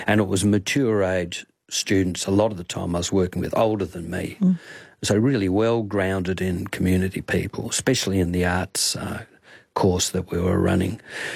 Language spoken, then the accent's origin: English; Albany, Western Australia, Australia; born or raised there